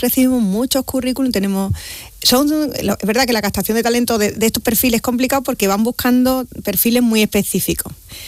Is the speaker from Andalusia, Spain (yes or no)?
yes; Andalusia, Spain; Es decir, no, esto es solo nuestro. Nosotros somos andaluces.